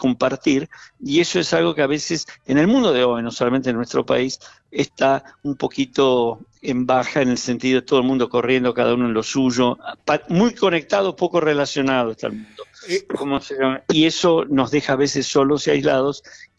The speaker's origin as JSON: {"language": "Spanish", "country": "Argentina", "said": "soy argentino yo también"}